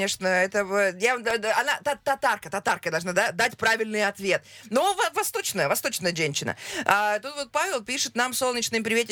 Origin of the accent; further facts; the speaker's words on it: Ridder, East Kazakhstan Region, Kazakhstan; Я родом из ВКО. Город.